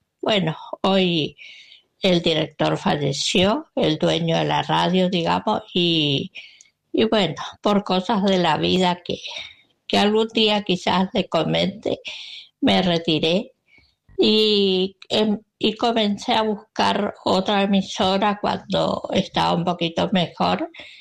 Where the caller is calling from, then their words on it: Resistencia, Chaco, Argentina; de Resistencia